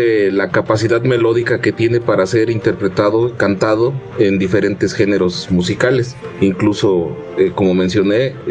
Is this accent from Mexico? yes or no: yes; Mexico; esto es vitalizar el idioma náhuatl como fuente de identidad y de expresión pues de nuestras raíces como pueblo mexicano.